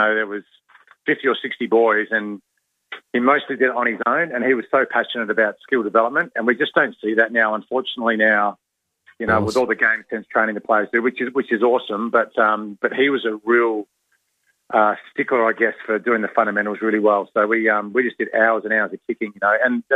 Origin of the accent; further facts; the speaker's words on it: Blackwood, South Australia, Australia; Yeah, I grew up in the Adelaide Hills in Blackwood.